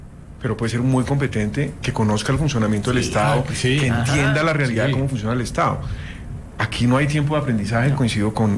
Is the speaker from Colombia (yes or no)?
yes; Colombia; Nosotros, como colombianos